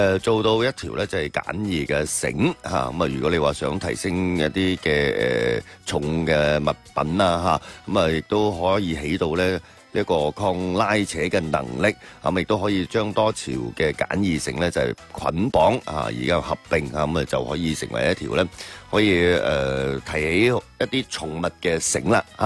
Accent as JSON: {"language": "Cantonese", "region": "Guangdong", "country": "China", "said": "我哋作为广东人啊嘛"}